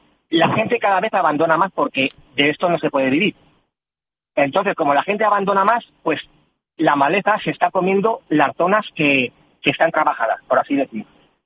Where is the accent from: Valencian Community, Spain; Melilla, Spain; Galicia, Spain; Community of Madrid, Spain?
Valencian Community, Spain; Azuébar; yo soy de aquí de Azóbar